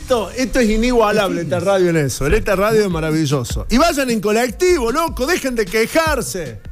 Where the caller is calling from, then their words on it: Calchín, Córdoba, Argentina; de Calchín.